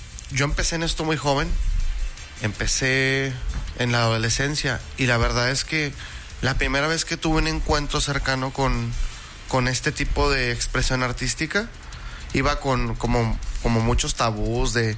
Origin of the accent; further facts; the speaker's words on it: Chihuahua, Mexico; 5 somos orgullosamente chihuahuenses.